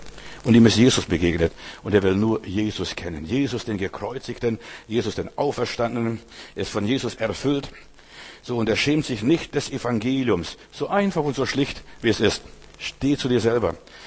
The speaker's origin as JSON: {"language": "German", "country": "Germany", "said": "Ich muss mich schämen, dass ich ein Deutscher bin."}